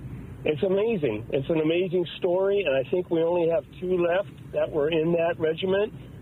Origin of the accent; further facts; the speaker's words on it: Whittier, California, United States; I grew up in Whittier, and they lived in Whittier.